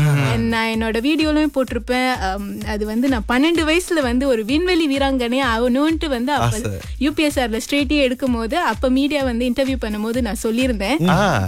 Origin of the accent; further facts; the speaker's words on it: Malaysia; நான் ஒரு Malaysian and I am the only Asian